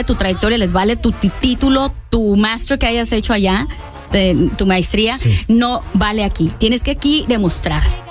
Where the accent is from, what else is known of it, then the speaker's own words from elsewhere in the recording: Mexico; moved away as an adult; now in United States; Soy recién emigrada de México y te voy a explicar.